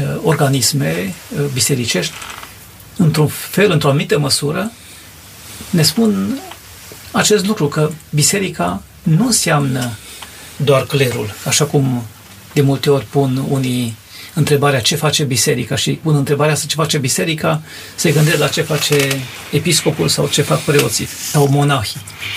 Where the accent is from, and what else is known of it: Romania